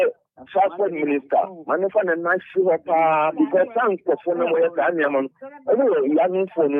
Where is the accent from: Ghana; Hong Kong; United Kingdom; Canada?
Ghana; We, as a Ghanaian, voted for President Mahama.